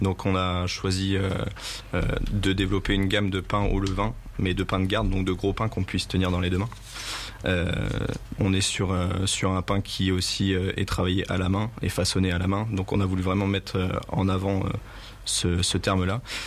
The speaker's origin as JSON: {"language": "French", "region": "Centre-Val de Loire", "country": "France", "tie": "born or raised there", "moved": "yes", "said": "On est natif du Loiret, nous."}